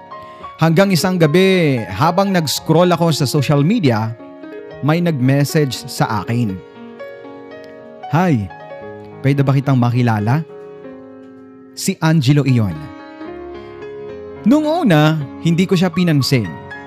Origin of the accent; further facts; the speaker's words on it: San Roque, Eastern Visayas, Philippines; now in Makati, Philippines; Pero tubong San Roque po ako sa probinsya ng Northern Samar. Nais ko pong ibahagi ang aking kwento sa mga kababayan kong waray-waray